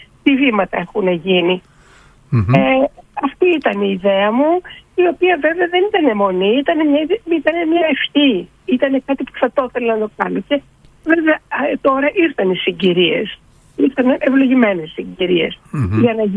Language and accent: Greek; Greece